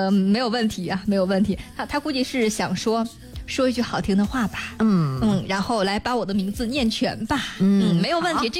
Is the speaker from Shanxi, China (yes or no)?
yes; Xiangfen County, Shanxi, China; 我们家乡